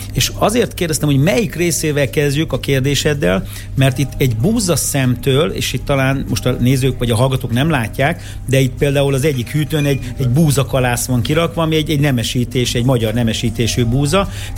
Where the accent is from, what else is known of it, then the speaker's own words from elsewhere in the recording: Hungary; mi magyarok vagyunk, anyuban van egy kis sváb beütés